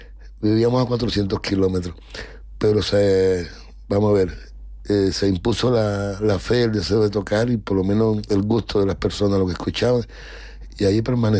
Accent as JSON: {"language": "Spanish", "country": "Cuba", "tie": "born or raised there", "also_born_or_lived": "Havana, Cuba / Varadero, Cuba", "moved": "as an adult", "lives_now": "Madrid, Spain", "said": "yo nací en La Habana, pero bueno, por situaciones tuvimos que irnos a un pueblito campesino, donde ya empecé a mirar las inquietudes, porque era un pueblo bastante cultural, a pesar de ser un pequeño pueblo"}